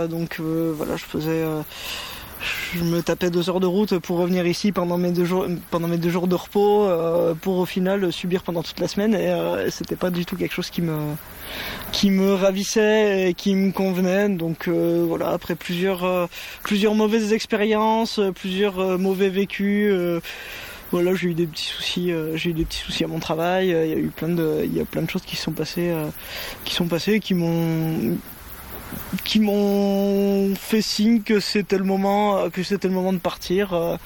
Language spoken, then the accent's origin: French; Pyrenees, France; accent: Parisian; Pyrénées, ça représente ma région natale, malgré mon accent parisien, parce que mes parents sont jurassiens. Et j'ai pas du tout pris l'accent d'ici, moi j'ai pris l'accent de mes parents. Donc je suis né dans les Pyrénées, donc j'ai toujours connu les Pyrénées.